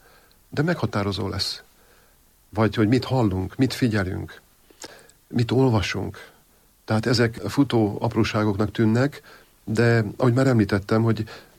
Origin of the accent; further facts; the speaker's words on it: Budapest, Hungary; bár Óbudán születtem, 5 évvel, 6 évvel a születésem után átköltöztünk a 13. kerületbe, Árpád-hídpesti hídfőjéhez, és ott pedig a Szent Márton plébánia tagjaként töltöttem majdnem 10 évet